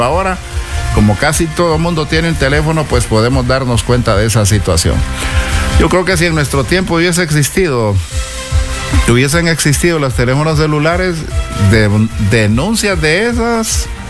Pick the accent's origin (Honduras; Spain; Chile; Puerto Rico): Honduras; pero así somos los hondureños.